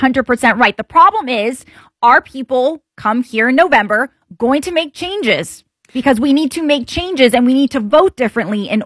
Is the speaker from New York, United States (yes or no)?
no; Atlanta, Georgia, United States; moved away; I come from Atlanta.